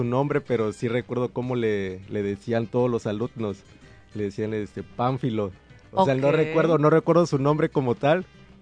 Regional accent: Acapulco, Guerrero, Mexico; yo soy 100% acapulqueño, nací aquí en Acapulco y bueno, pues mi mamá me dio vida el 15 de febrero de 1997.

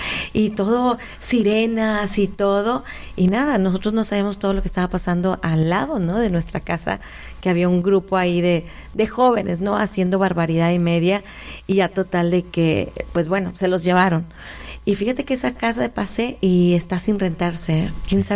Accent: Monterrey, Nuevo León, Mexico; Regia, así como mexicana.

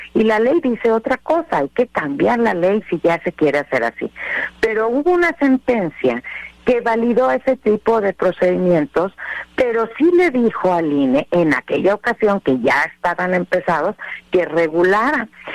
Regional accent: Mexico; Me parece que como mexicanas y mexicanos sí tenemos que estar muy atentos a exigirles por la independencia, la imparcialidad.

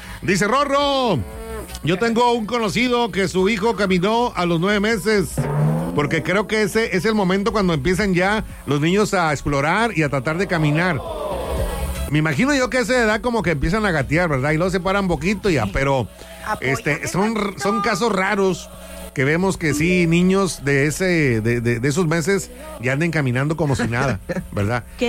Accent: Mexico; Soy mexicano. Soy Mexican. Soy mexicano.

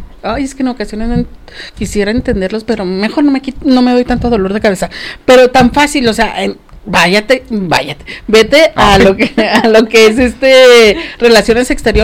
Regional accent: Mexico; a nosotros como mexicanos

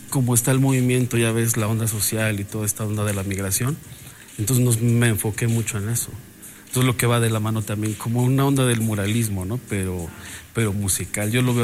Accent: Tenango del Valle, State of Mexico, Mexico; moved away as an adult; also born or lived in Toluca / Guadalajara / United States; Yo soy, sí, originario de Tenango del Valle, pero pues estudié en toda la región que es de aquí de Toluca, estoy en la Escuela de Bellas Artes, Escuela de Música

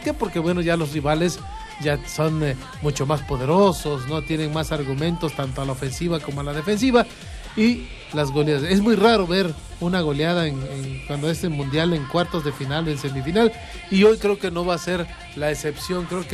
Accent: Mexico; nosotros como mexicanos nada más vamos a estar como espectadores

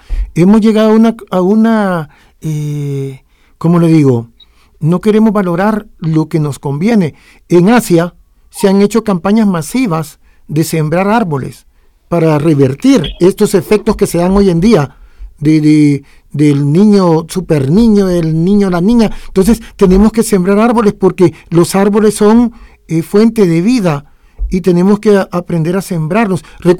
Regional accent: Tegucigalpa, Francisco Morazán, Honduras; born there

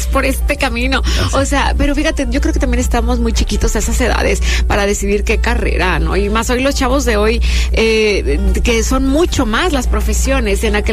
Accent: Monterrey, Nuevo León, Mexico; desde mi tierra, desde Monterrey. Digo desde mi tierra porque, bueno, estamos haciendo este programa desde Monterrey

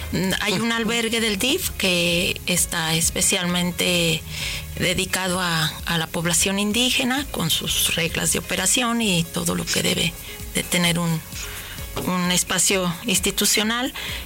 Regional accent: Mexico

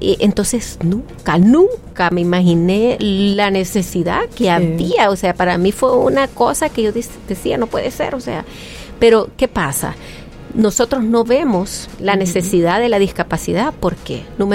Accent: El Salvador; el abrazo que nos une como salvadoreños

